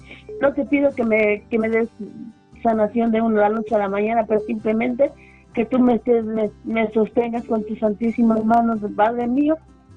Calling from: Valle de Bravo, State of Mexico, Mexico; De Valle de Bravo

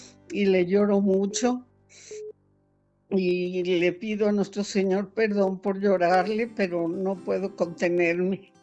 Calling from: Aguascalientes, Mexico; de Aguascalientes.

